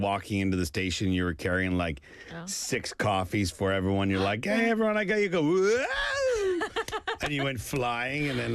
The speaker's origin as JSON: {"language": "English", "region": "Nova Scotia", "country": "Canada", "tie": "born or raised there", "said": "But it's from my hometown or from my province, Baxter's or Scottsburn Ice Cream"}